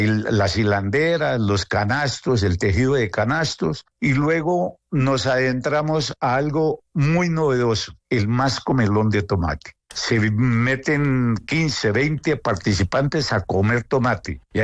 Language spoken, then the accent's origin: Spanish; Sutamarchán, Boyacá, Colombia; algún día en mi pueblito la puedo hacer. Y ese día llegó el 5 de junio del año 2005 a Sotamarchán.